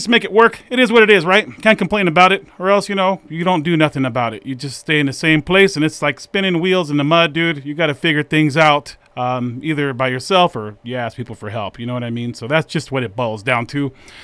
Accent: San Jose, California, United States; now in Idaho, United States; I come from the Bay. I come from San Jose, but I've called Idaho my home for over 20 plus.

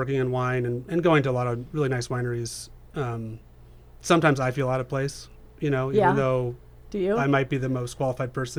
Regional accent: Santa Rosa, California, United States; born there; I was born in Santa Rosa, California.

